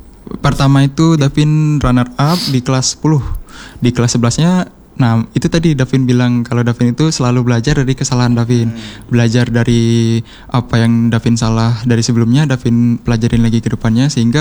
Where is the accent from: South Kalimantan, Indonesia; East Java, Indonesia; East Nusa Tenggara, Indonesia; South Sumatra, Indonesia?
South Sumatra, Indonesia; Palembang; Asli orang Palembang.